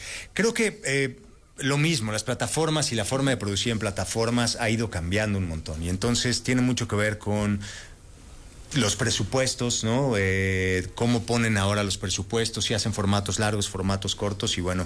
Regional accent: Mexico; yo siempre abierto a llevar lo que somos como, como mexicanos al resto del mundo.

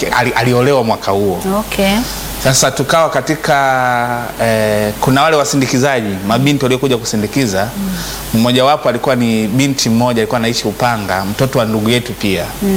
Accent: Malampaka, Shinyanga, Tanzania; moved away as an adult; now in Dar es Salaam, Tanzania; nikitokea kijijini kwetu Malampaka, Maswa, Shinyanga, ambako ndiko niliko kulia

